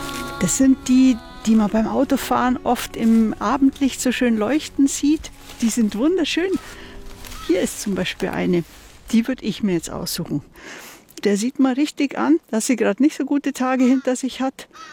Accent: Bavaria, Germany; now in Lower Franconia, Germany; Ich bin ja im Allgäu aufgewachsen, im Ostallgäu, zwischen diesen grünen Kuhwiesen. Ich lebe seit 20 Jahren hier in Unterfranken, in der Weinbaugegend.

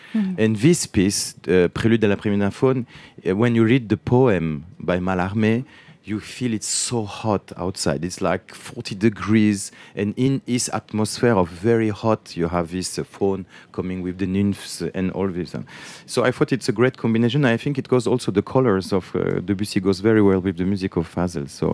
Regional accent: France; born there; German is a second language; Ich bin in Frankreich geboren. Ich bin Franzose.

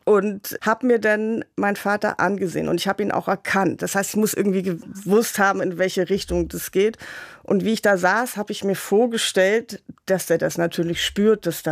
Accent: Hamburg, Germany; Ich bin aus Hamburg.

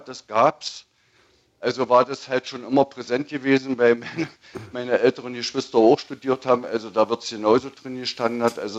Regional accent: East Germany, Germany; also ich bin in der DDR groß geworden

